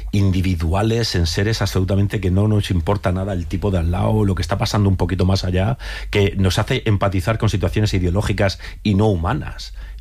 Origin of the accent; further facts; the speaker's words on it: Region of Murcia, Spain; Yo en mi tierra vivo una circunstancia muy dura con el Mar Menor, ¿no?